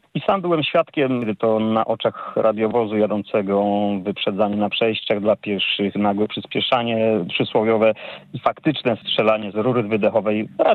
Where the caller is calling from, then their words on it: Myślenice, Lesser Poland, Poland; Ja dzwonię z Małopolski, tutaj pod Krakowem, Myślenice